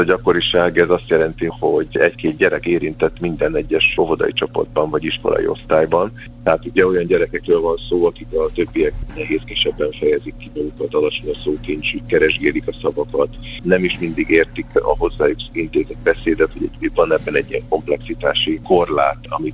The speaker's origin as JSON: {"language": "Hungarian", "country": "Hungary", "said": "magyarként itt a szláv gyűrűben vagyunk"}